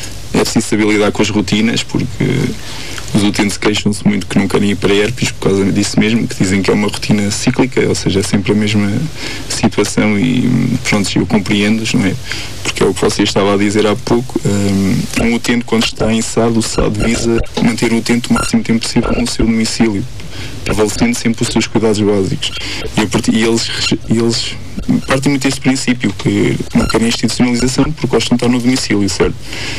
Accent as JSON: {"language": "Portuguese", "town": "Guarda", "region": "Centro", "country": "Portugal", "tie": "born or raised there", "said": "Eu cresci aqui na Guarda."}